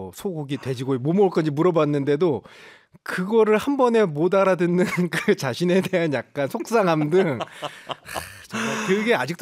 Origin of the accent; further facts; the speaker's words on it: Seongnam, Gyeonggi Province, South Korea; also born or lived in Seoul; 그 이제 저 성남 출신이거든요. 경기도